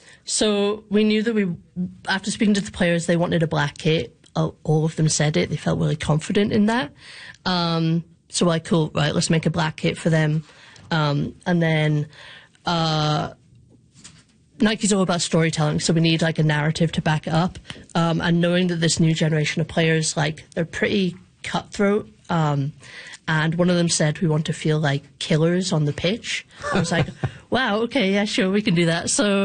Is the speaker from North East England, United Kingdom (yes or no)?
no; Scotland, United Kingdom; now in Canada; I'm from Scotland originally, and kind of Canada's taken me in.